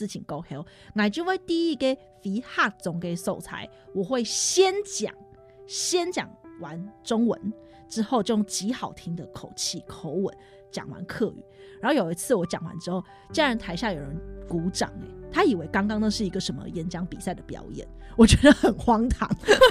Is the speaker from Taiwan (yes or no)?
yes; Miaoli County, Taiwan; 我说我们苗栗人都是这样啊